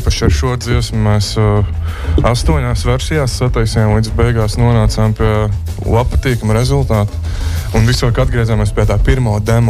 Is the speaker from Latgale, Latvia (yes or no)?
no; Madona, Vidzeme, Latvia; jā, mēs no Madonas.